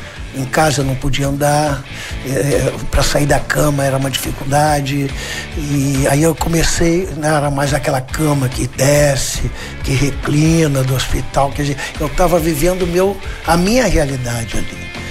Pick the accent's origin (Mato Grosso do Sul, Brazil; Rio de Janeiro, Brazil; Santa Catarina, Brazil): Rio de Janeiro, Brazil; Eu fui batizado, fiz primeira comunhão na igreja, né? Que tem em Cavalcante, né? Apóstolo de São Pedro. Fica no Antônio Saraiva, número 23. Isso aí. E ali eu cresci.